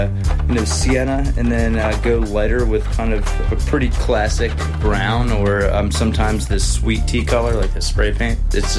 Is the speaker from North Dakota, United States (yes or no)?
no; Baltimore, Maryland, United States; I'm from Baltimore. I like love my city and rep it to the death, but at the same time, like I'm a white boy in a black neighborhood